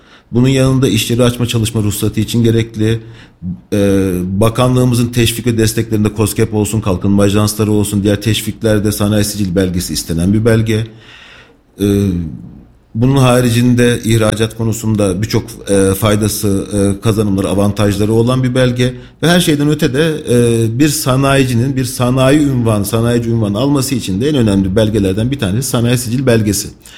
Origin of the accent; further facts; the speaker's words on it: Sakarya, Turkey; born there; moved away as an adult; also born or lived in Mardin / İzmir / Bilecik; now in Kayseri, Turkey; 1980 Mardin doğumluyum. Aslen Mardinliyiz ama baba memur olunca Sakarya'ya yerleştik. Okul hayatım Sakarya'da geçti. Sonrasında üniversite okumak için İzmir'e geçtim.